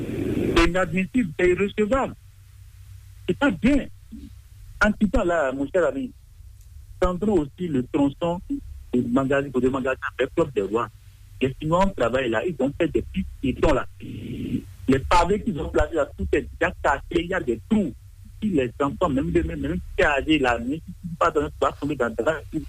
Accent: Benin; Alors, nous sommes béninois, nous sommes plus béninois. Et nous sommes fiers d'être béninois.

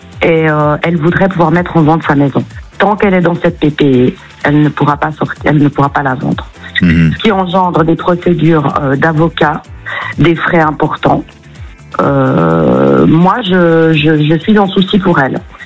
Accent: Switzerland; now in France; Je viens de Suisse, moi, donc j'ai quitté la Suisse pour m'installer dans le Gers, il y a environ maintenant 7 ans.

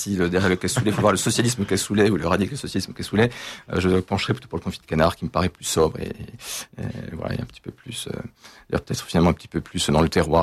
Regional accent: Toulouse, Occitanie, France; born there; je suis né à Toulouse

